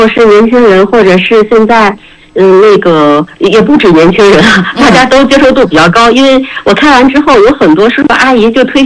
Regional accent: Hebei, China; now in Xinjiang, China; 我们河北人

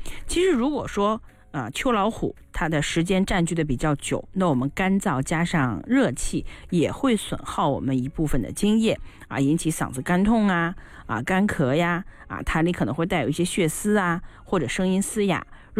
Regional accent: China

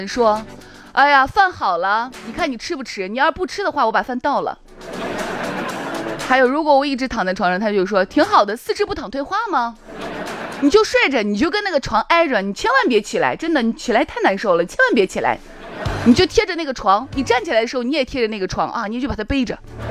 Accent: Shaanxi, China; 我们陕西人说话一般啊都只说反话

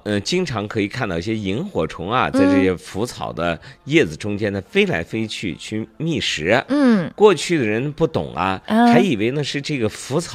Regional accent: Xinjiang, China; 咱们新疆人喝的砖茶

